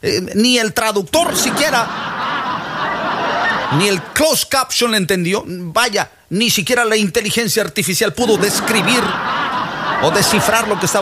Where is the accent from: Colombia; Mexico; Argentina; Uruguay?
Mexico; Veracruz; yo soy de Veracruz